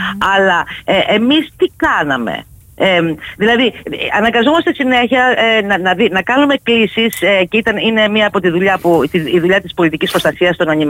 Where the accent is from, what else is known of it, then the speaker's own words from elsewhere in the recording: Greece; Πραγματικά νιώθω περήφανη πρώτα στην Ελληνίδα όταν η πατρίδα μου έχει αυτούς τους εκπαιδευμένους ανθρώπους για να μας προστατεύουν πάνω στον ουρανό.